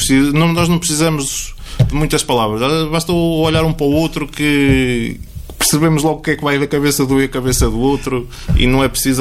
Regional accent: Vouzela, Viseu, Portugal; moved away as an adult; Já não moro em Vozela, é verdade, mas estive em Vozela há 30 anos. Cresci em Vozela, tenho os meus amigos em Vozela, tenho a família em Vozela.

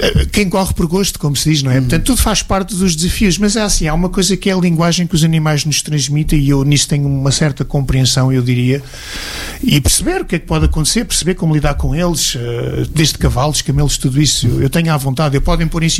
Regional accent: Portugal; Let Kalamul Arabia, isso significa não falo árabe. Ana Portugali, sou árabe, sou português.

